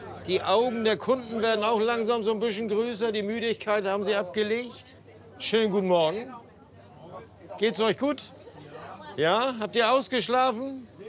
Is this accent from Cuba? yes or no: no; Hamburg, Germany; born there; Ich bin Hamburger mit ganzem Herzen. Ich bin geborener Hamburger. Und ich liebe diese Stadt.